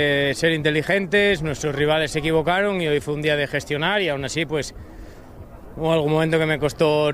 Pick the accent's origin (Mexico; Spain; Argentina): Spain; Asturias; un orgullo como asturiano